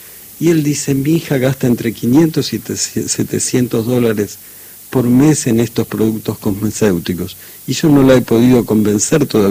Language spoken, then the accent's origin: Spanish; Argentina; Entonces, como cuando yo escuché, yo soy re argentino, y digo, bueno, este país ha recibido históricamente...